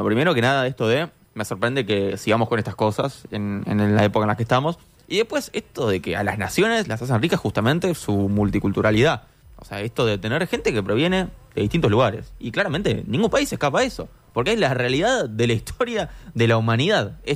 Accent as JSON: {"language": "Spanish", "country": "Spain", "said": "Yo me alegro doblemente. En primer lugar, porque soy español."}